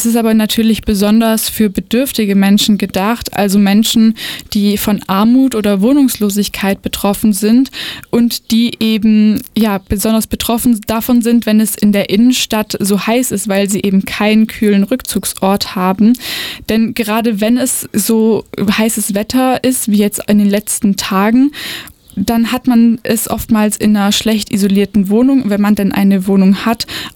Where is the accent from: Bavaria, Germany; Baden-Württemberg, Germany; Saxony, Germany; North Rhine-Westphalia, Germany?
Baden-Württemberg, Germany; Rottweil; Da gibt es zum Beispiel in meiner Heimatstadt Rottweil auch eine, bei der ich mal war.